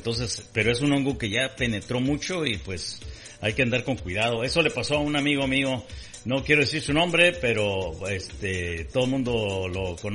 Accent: Mexico; moved away as an adult; Nosotros que somos mexicanos 100%, ¿verdad? Nosotros nacimos en México, crecimos, estudiamos, y luego ya nos venimos acá.

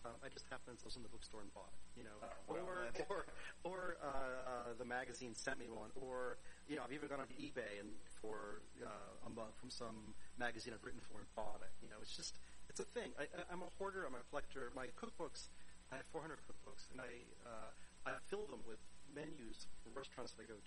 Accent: Florida, United States; I think that's from growing up in Florida where, we were a middle-class family.

